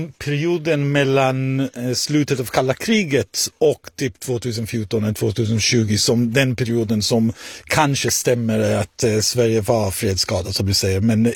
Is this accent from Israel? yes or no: yes; Israel; now in Sweden; där jag kommer ifrån, Israel, så är det krig hela tiden.